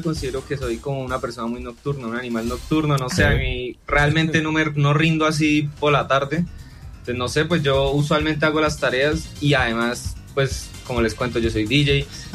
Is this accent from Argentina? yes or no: no; Bucaramanga, Santander, Colombia; Y a mí me gusta la piña y la tártara porque yo soy de Bucaramanga.